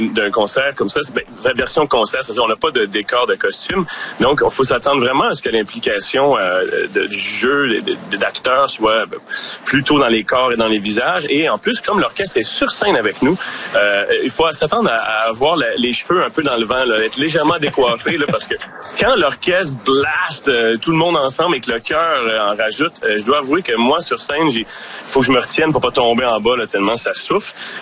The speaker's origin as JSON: {"language": "French", "region": "Quebec", "country": "Canada", "said": "D'où je viens? Moi, je viens de la Naudière."}